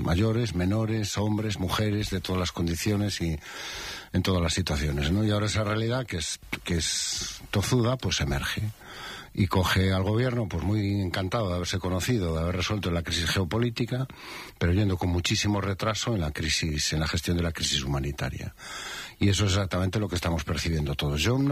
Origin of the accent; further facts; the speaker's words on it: Spain; O sea, ese es el país que queremos. O sea, eso es España hoy. Eso somos los españoles.